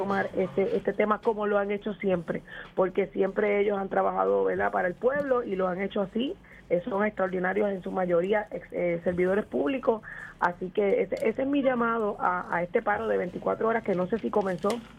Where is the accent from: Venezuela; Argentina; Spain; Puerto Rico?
Puerto Rico; Carolina; born there; Yo he vivido racionamientos desde que tengo memoria, ¿verdad? Porque soy de Carolina, así que donde quiera que he vivido me suple lo que es Carraízo.